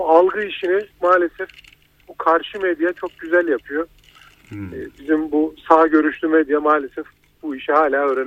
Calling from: Ankara, Turkey; Ankara'dan arıyorum.

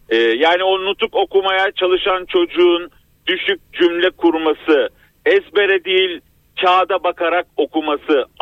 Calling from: Istanbul, Turkey; İstanbul.

